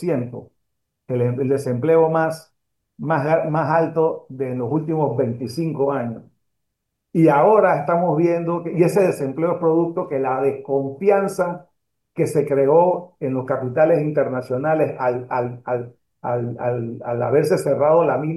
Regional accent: Panama

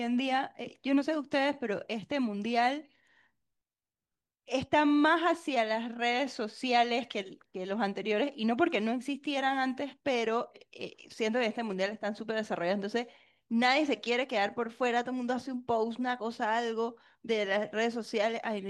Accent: Panama; Y creo que esto nos pone en la palestra como panameños

